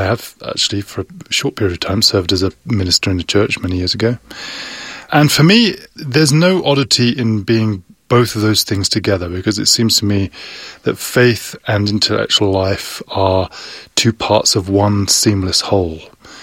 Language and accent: English; London, United Kingdom; And I grew up a Baptist in England, in the Greater London area. My mother used to take us to church every week.